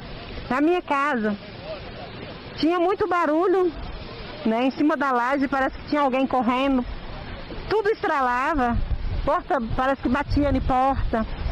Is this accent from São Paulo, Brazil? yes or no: no; Águas Lindas de Goiás, Goiás, Brazil; Eu venho de Águas Lindas de Goiás.